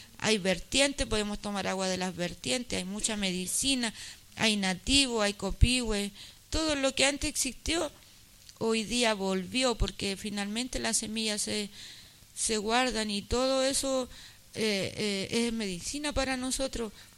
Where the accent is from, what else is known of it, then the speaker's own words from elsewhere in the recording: Penco, Biobío, Chile; yo nací acá. Yo nací aquí en Penco, crecí.